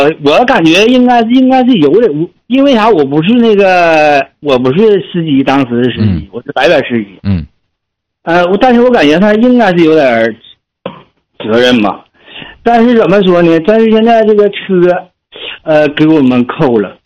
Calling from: Liaoyuan, Jilin, China; 我是吉林辽源的。

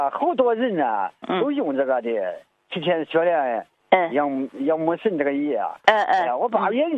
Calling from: Henan, China; 我是河南的。

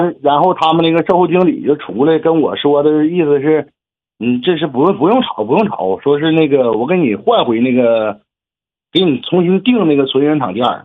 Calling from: Changchun, Jilin, China; 咱长春的

